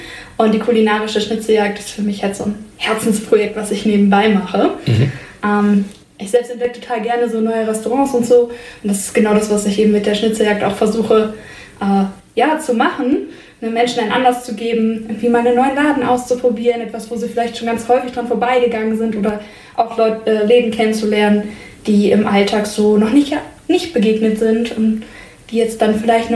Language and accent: German; Braunschweig, Lower Saxony, Germany; ich bin 31 Jahre alt, gebürtige Braunschweigerin, also hier auch aufgewachsen und wohne jetzt auch wieder hier.